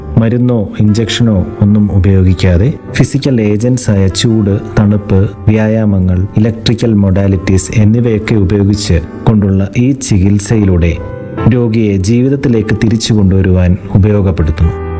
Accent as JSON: {"language": "Malayalam", "region": "Kerala", "country": "India", "tie": "born or raised there", "said": "ഞങ്ങളുടെ വീടിനോട് ചേർന്ന് തന്നെ നേരത്തെ ഒരു ആശുപത്രി, കാമ്പശ്ശേരിൽ മെഡിക്കൽ മിഷൻ ആശുപത്രി"}